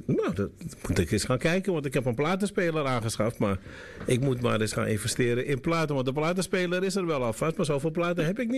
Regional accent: Amsterdam, North Holland, Netherlands; Geboren en getogen in Amsterdam, ja.

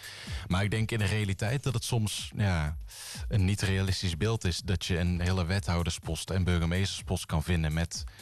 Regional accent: Dongen, North Brabant, Netherlands; now in Breda, Netherlands; Ik kwam uit Dongen

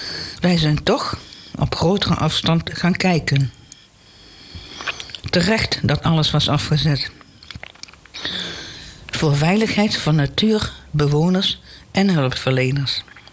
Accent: Langenboom, North Brabant, Netherlands; born there; moved away as an adult; also born or lived in Breda; now in Venray, Netherlands; Ik ben geboren in Langeboom, in Brabants randje van de peel. Na enkele omzwervingen zijn we in Venray terechtgekomen. De echte peel.

